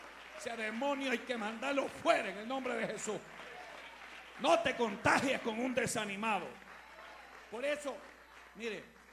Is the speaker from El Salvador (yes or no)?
yes; El Salvador; born there; Y no me ha logrado decir ningún hermano que soy salvadoreño, pero sí nací en El Salvador, ¿verdad?